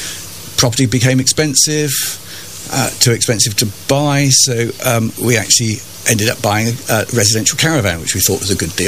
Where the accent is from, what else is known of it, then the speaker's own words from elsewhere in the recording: Harrow, London, United Kingdom; also born or lived in Wandsworth; Born in London. I tell people I was born in Wandsworth Jail, but I wasn't. It was a stone's throw from. And there I spent only, a couple of years of my early life, and then moved to Harrow, below the hill, not on top of the hill.